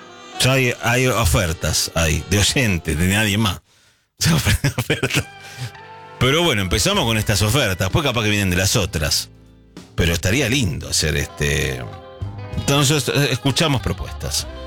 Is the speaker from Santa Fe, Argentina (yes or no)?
no; Buenos Aires, Argentina; now in Brazil; Soy argentino de Buenos Aires, pero hace mucho que vivo en Brasil.